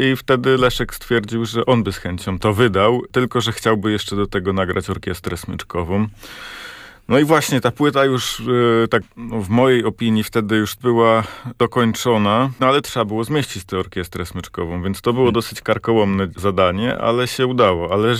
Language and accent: Polish; Sztum, Pomeranian Voivodeship, Poland; Ja jestem ze Sztumu